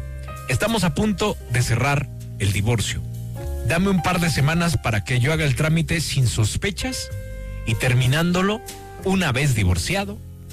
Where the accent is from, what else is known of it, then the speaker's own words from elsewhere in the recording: Mexico; born there; yo vengo de la Flores Magón, o sea, yo ya he visto el diablo a los ojos, güey.